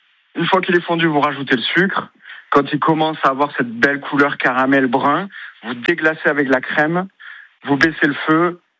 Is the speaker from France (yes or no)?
yes; Montpellier, Occitanie, France; moved away; Même si je suis pas breton et que je suis montpelliérain au départ